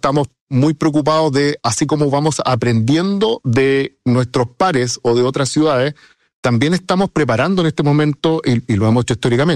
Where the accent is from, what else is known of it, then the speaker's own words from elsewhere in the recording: Chile; Nosotros como chilenos de repente nos cuesta asumir lo bien que estamos parados